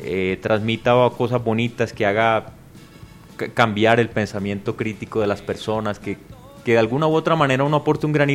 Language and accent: Spanish; Montería, Córdoba, Colombia; born there; de una mamá antioqueña, un papá vallecaucano, que se fueron a vivir allá a la costa. Se conocieron, se casaron y bueno, ahí nació mi hermano y nací yo.